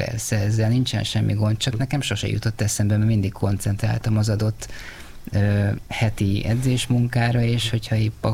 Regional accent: Budapest, Hungary; Igen, gyerekkorom óta ott lakom a hegyen, aha, a 12. kerület, akkor egy 2 kilométer sugarú körben nőttem föl

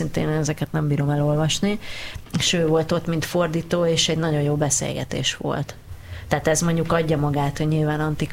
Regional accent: Jászfényszaru, Pest, Hungary; also born or lived in Budapest; de egyébként Budapesten születtem, a 2. kerületben, vagy bocsánat, a 12. kerületben, és akkor anyukám még kitalálták, hogy ők majd gazdálkodnak jászfényszarú

